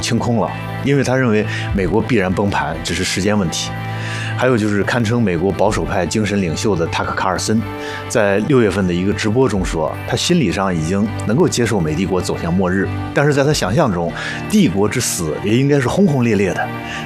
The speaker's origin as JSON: {"language": "Chinese", "country": "China", "said": "我们中国人"}